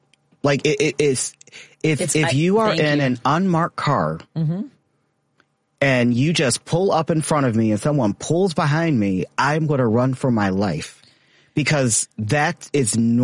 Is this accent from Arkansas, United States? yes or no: yes; Arkansas, United States; I'm from Arkansas.